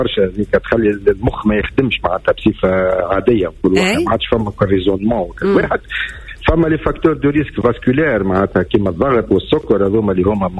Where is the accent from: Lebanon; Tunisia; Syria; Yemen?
Tunisia; واحنا في الجمهورية التونسية